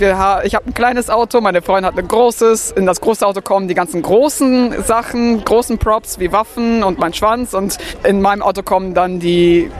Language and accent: German; Oldenburg, Lower Saxony, Germany; Aus Niedersachsen, Bereich Oldenburg.